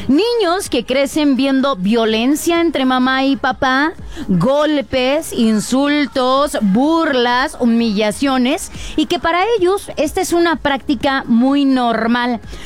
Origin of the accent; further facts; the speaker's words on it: Mexico; Yo soy morena como mi tierra, como mi tierra preciosa, y rasgos mestizos. O sea, de verdad una mexicana mexicana, bellísima.